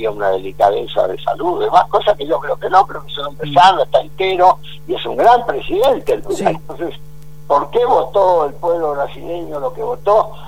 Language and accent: Spanish; Argentina; yo como pueblo argentino